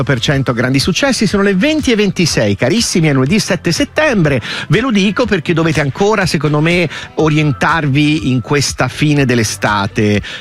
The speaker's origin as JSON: {"language": "Italian", "town": "Perugia", "region": "Umbria", "country": "Italy", "said": "Io vengo da Perugia"}